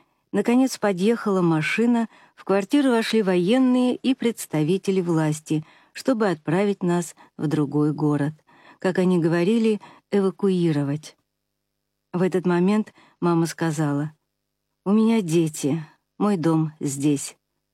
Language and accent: Russian; Saint Petersburg, Russia; Я родилась в Ленинграде, и когда началась война, мне шел 5-й год.